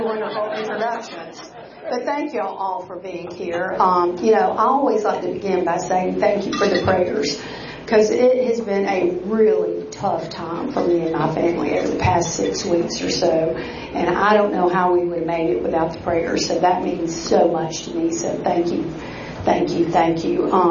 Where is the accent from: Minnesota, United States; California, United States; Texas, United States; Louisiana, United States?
Louisiana, United States; Central; This is my home. I grew up in Central, y'all know, down the road, Lindsay and I did, in one room in the back of a bar and liquor store, where our parents worked long, hard hours to make ends meet.